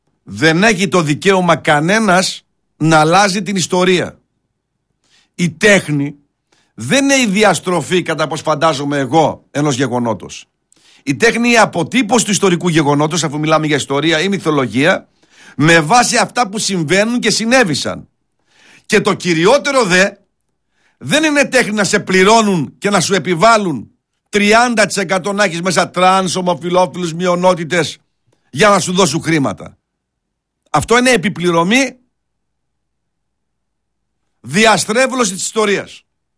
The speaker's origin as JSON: {"language": "Greek", "country": "Greece"}